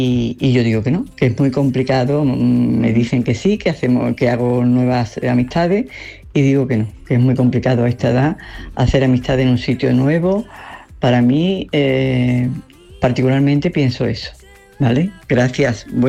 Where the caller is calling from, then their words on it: Málaga, Andalusia, Spain; Mis hijas viven fuera de Málaga y yo vivo sola en Málaga con todas mis amistades, algunas primas, a mi edad ya